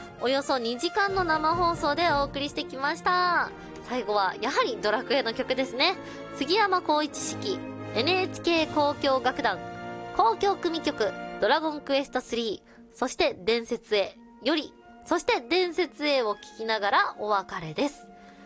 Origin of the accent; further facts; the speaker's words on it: Yamanashi, Japan; 山梨、私の地元でございます